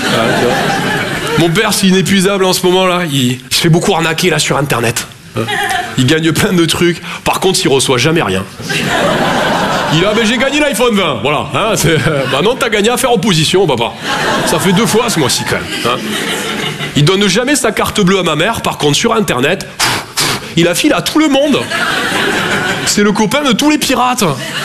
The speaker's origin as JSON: {"language": "French", "town": "Toulouse", "region": "Occitanie", "country": "France"}